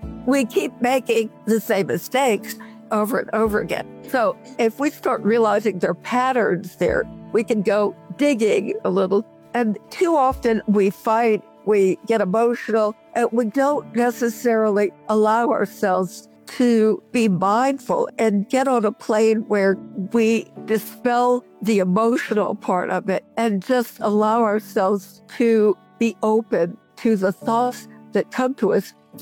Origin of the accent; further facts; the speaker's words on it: New Orleans, Louisiana, United States; Growing up in New Orleans, pure and simple, it's full of mythology and symbolism and superstition.